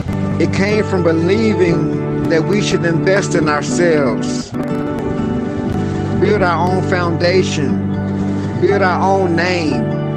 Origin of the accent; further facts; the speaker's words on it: Tennessee, United States; moved away as an adult; I left my hometown in Tennessee in my mid-20s to build a different life.